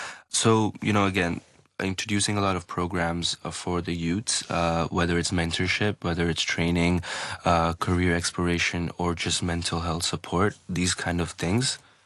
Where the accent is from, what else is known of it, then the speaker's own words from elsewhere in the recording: Hong Kong; I'm Hong Konger, I'm not Indian